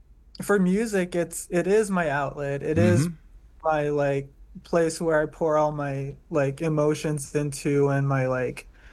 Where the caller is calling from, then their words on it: Quebec, Canada; Miss Tisney, Quebec.